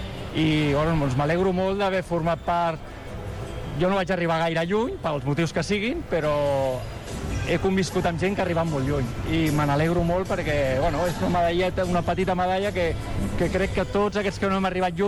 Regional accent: Barcelona, Catalonia, Spain; now in Badalona area, Spain; jo vaig néixer, em vaig criar a Barcelona

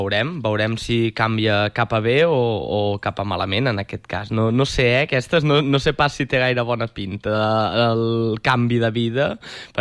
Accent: Barcelona, Catalonia, Spain; Bueno, jo sóc de Barcelona

